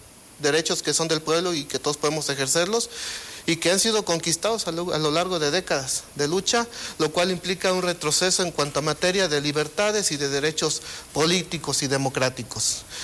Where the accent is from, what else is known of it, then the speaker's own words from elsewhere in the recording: Morelia, Michoacán, Mexico; incluso hasta compañeros que somos de aquí de Morelia, se nos quiere lanzar fuera de la ciudad.